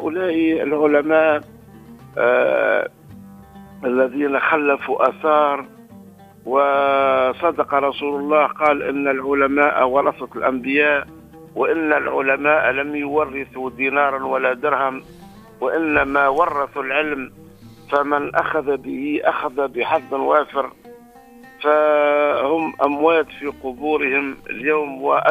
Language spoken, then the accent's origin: Arabic; Tunisia; بلادنا تونس